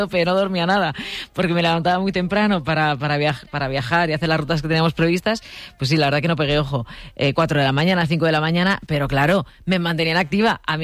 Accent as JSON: {"language": "Spanish", "country": "Spain", "said": "A mí, no sé, se me reconoce que soy española, no tenía que decir nada"}